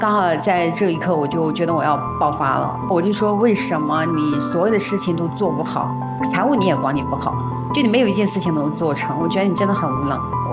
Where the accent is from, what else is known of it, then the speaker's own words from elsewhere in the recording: Hunan, China; now in Shenzhen, China; 我今年43岁，我是来自湖南，现居深圳，是一家服装公司的老板，也是一个品牌创始人。